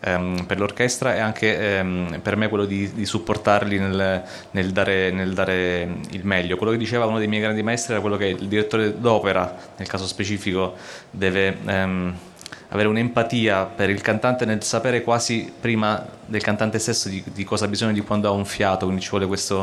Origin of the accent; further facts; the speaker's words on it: Sicily, Italy; moved away as an adult; now in Weimar, Germany; 3 settimane in Sicilia, sono siciliano, vado un po' a casa anche perché da un anno a questa parte vivo in Germania, a Weimar.